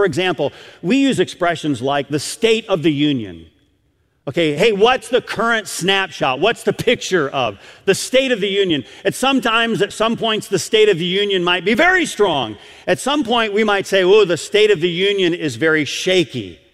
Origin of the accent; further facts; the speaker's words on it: Michigan, United States; I'm a Michigander. I grew up in Michigan.